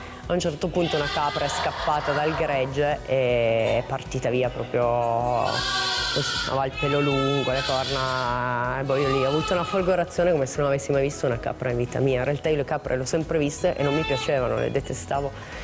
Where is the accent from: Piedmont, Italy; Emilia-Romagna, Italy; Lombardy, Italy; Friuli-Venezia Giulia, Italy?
Piedmont, Italy; Sambuco; quando ero adolescente, insomma diciottenne, non ero così felice di essere nata e cresciuta a Sambuco